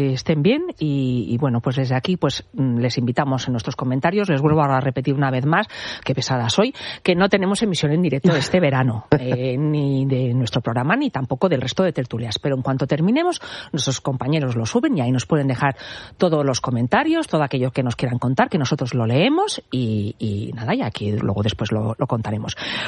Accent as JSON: {"language": "Spanish", "country": "Colombia", "said": "Colombia, querida, mi corazón está con todos los que hoy sintieron este terremoto. Toda mi fuerza y amor para mi tierra"}